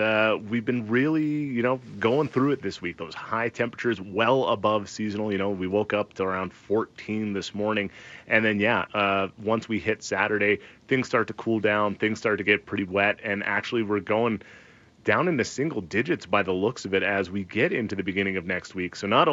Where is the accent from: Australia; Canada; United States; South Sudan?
Canada; Vancouver Island, British Columbia; I grew up on Vancouver Island in a town that got the second highest annual rainfall out of any community in BC. We were second to Prince Rupert.